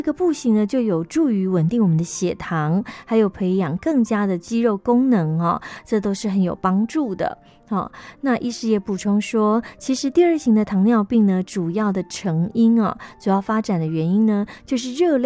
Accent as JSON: {"language": "Chinese", "country": "Taiwan"}